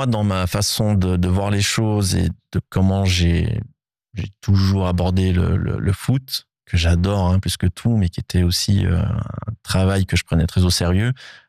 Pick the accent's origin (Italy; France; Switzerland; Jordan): Switzerland